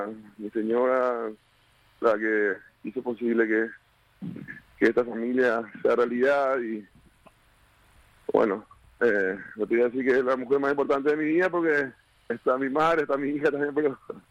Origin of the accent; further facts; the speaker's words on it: Paraguay; somos los paraguayos, ¿verdad?